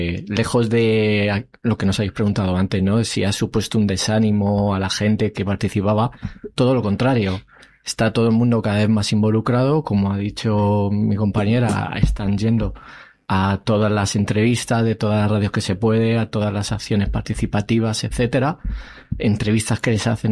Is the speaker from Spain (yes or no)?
yes; Leganés, Community of Madrid, Spain; yo vengo de Leganés